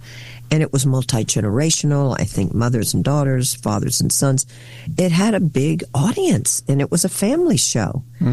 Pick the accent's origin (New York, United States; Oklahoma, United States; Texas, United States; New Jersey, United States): Texas, United States; Houston; I'm a girl from Houston.